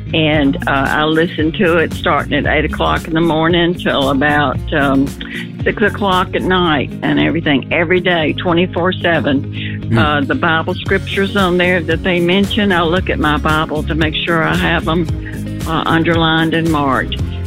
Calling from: Tupelo, Mississippi, United States; I am from Tupelo, Mississippi. I've been listening to AFR for way over 10 years.

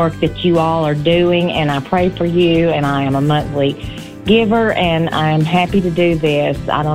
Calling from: West Point, Tennessee, United States; I'm calling from West Point, Tennessee.

